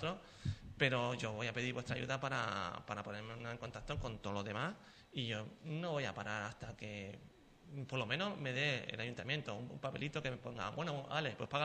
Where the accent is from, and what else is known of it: Sanlúcar, Andalusia, Spain